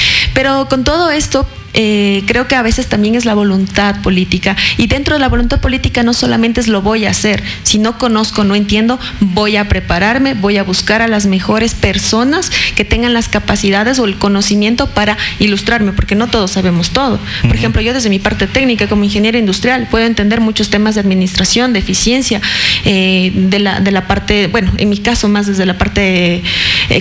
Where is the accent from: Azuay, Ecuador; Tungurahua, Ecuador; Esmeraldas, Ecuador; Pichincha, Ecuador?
Tungurahua, Ecuador; Pelileo; moved away as an adult; han pasado casi 11 años desde que yo fui reina de mi cantón